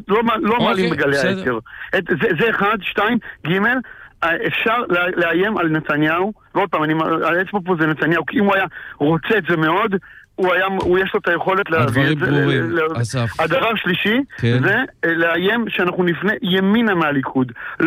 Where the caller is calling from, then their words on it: Ramat Gan, Tel Aviv District, Israel; אני מרמת גן.